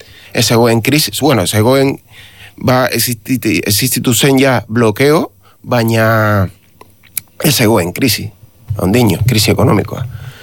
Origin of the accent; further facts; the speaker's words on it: Havana, Cuba; moved away as an adult; now in Spain; ni 50 urte ditut, jaio nintzen Kuban, noski, eta Habanan jaio nintzen, eta bueno, ni profesionala naiz, osea, Kuban ikasi dut nire, bueno, egin dut nire bizitza profesional osoa, eta Euskal Herrira etorri nintzen orain dela gutxi